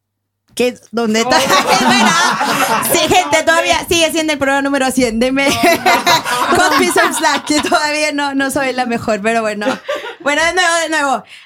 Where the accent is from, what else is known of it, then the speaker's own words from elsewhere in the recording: Peru; como buena peruana huevada y media a veces yo pongo el programa